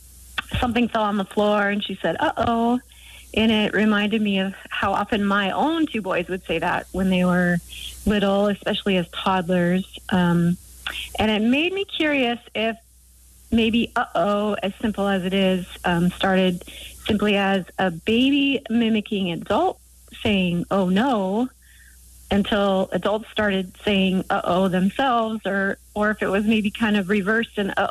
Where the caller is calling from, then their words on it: Seattle, Washington, United States; I'm calling from the Seattle area.